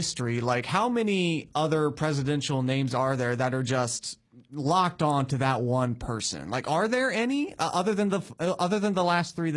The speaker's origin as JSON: {"language": "English", "town": "Boone", "region": "North Carolina", "country": "United States", "tie": "born or raised there", "said": "I know a family of Reagans from Boone, from my hometown"}